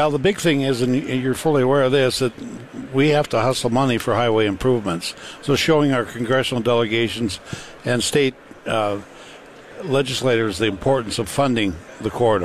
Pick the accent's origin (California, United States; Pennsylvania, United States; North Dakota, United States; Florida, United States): North Dakota, United States